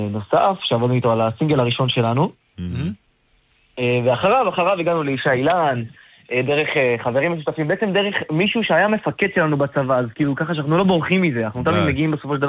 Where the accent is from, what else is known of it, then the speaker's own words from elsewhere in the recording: Nof HaGalil, Northern District, Israel; אני מנוף הגליל.